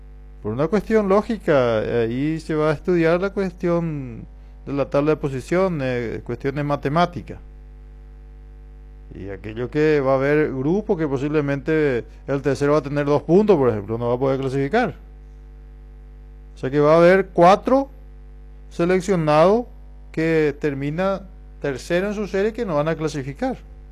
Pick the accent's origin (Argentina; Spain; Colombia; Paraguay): Paraguay